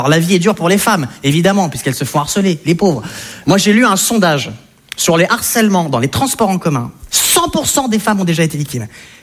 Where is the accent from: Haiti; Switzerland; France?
France; je suis français, mais j'ai des origines hollandaises, belges, françaises, mongoles, chinoises, turques et suédoises.